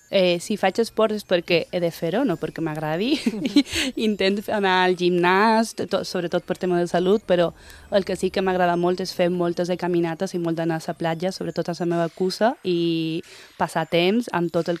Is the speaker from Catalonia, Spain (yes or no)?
no; Balearic Islands, Spain; accent: Mallorcan (Palma); Jo, en el meu cas, xerrem mallorquí perquè he crescut tota la meva vida aquí a Mallorca.